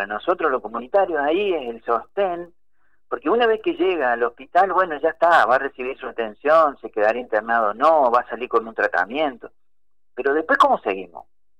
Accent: Córdoba, Argentina; accent: cordobés; yo soy cordobés, ¿no? Lo voy a decir en cordobés

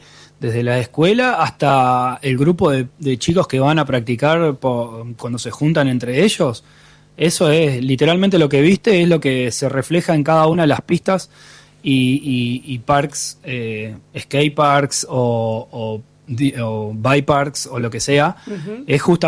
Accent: Neuquén, Argentina; yo soy de Neuquén Capital, obviamente viví ahí

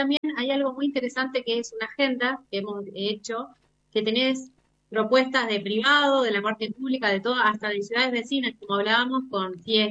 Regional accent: San Rafael, Mendoza, Argentina; Acá puede ser el Cabernet, que somos la tierra del Cabernet, como se dice.

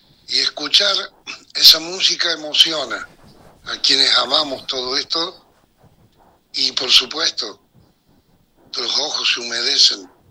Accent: Argentina; born there; ¡Que viva Argentina! Este país tan hermoso que me ha visto nacer y en él sin duda me voy a morir.

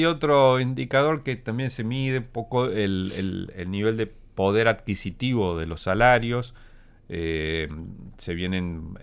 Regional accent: Argentina

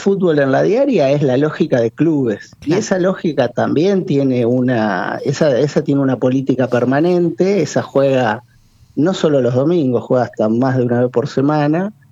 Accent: Santa Fe, Argentina; moved away as an adult; now in Rosario, Argentina; Yo ahora vivo en Rosario, desde que me vine a estudiar, pero claro. Sí, soy santafesino, innegablemente.

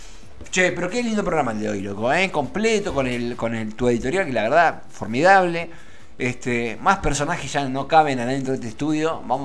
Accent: Argentina

